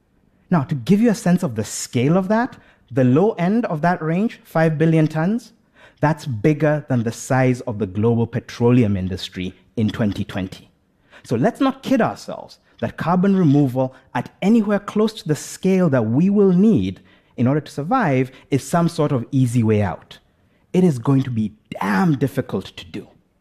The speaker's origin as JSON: {"language": "English", "country": "Kenya", "said": "my home country, Kenya."}